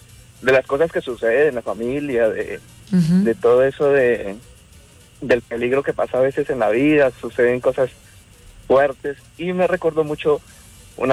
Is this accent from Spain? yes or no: no; Bucaramanga, Santander, Colombia